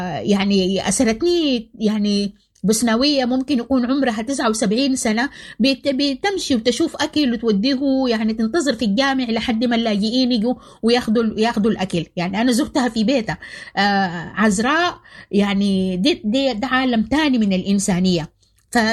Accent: Sudan; moved away; وكنت انا يعني سودانيه

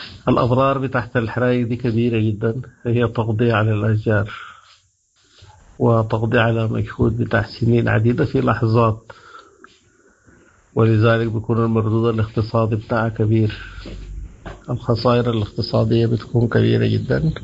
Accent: Sudan; فدينا في السودان ما مسجل عندنا لحد الآن

